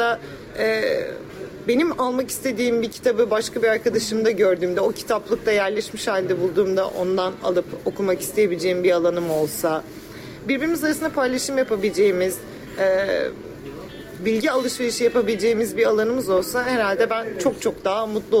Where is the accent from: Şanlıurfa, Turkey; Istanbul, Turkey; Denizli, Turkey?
Istanbul, Turkey; born or raised there